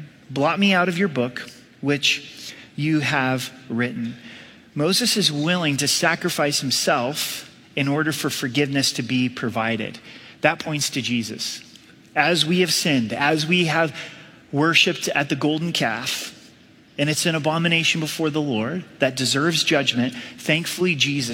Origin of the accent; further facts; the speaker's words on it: Ireland; Or I'm Irish, so that's why I always lose my temper, right?